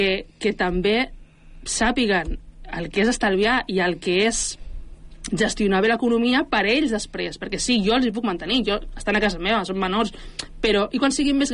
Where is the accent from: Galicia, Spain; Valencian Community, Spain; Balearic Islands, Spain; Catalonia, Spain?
Catalonia, Spain; Roda de Ter; jo soc de Roda